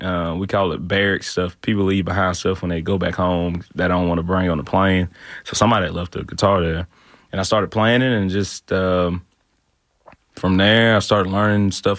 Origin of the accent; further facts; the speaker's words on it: Alabama, United States; A town called Ellic City in Alabama.